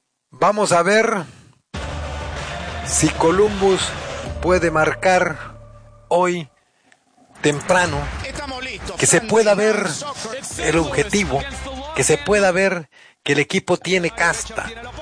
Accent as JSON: {"language": "Spanish", "country": "Honduras", "moved": "yes", "said": "Pude ver a Pelé allá en mi país hace muchísimos años, antes de que se retirara, después de ganar en el 70 en México, en un partido frente a Olimpia, en el Estadio Nacional de Tegucigalpa."}